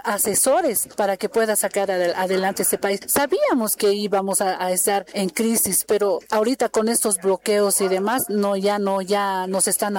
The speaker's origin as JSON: {"language": "Spanish", "country": "Bolivia", "said": "pero como bolivianos tenemos nomás que apoyarnos"}